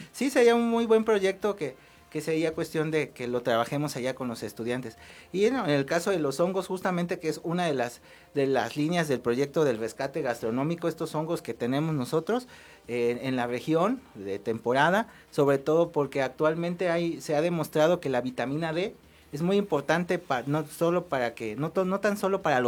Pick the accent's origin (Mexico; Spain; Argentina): Mexico; Veracruz; moved away; yo soy de Veracruz, ya tengo algunos años acá